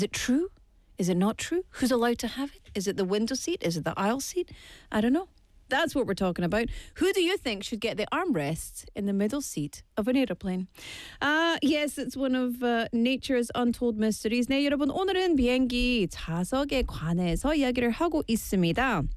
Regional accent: Scotland, United Kingdom; accent: Scottish; now in Busan, South Korea; I don't know if they understand my Scottish accent.

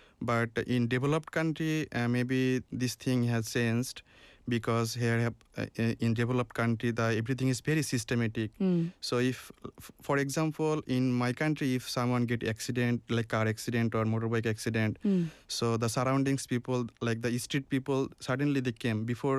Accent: Khulna, Khulna Division, Bangladesh; Actually, I'm from Khulna. Mm-hmm. It's a southern part of Bangladesh.

